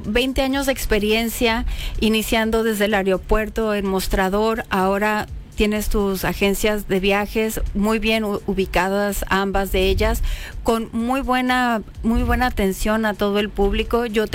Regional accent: Mexico

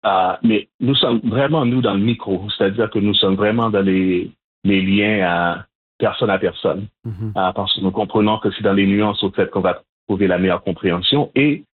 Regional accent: Montreal, Quebec, Canada; now in Toronto, Canada; Moi, je suis Montréalais qui vit à Toronto, ça fait plus que 20 ans.

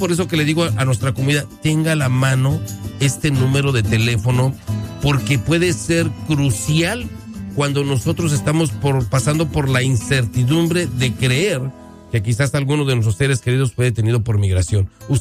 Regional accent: Mexico; como mexicanos, tenemos que tener la línea de emergencia de nuestro consulado a la mano

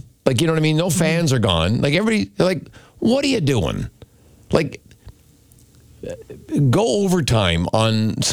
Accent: Toronto, Ontario, Canada; moved away as an adult; now in Durham Region, Canada; I grew up in Scarborough

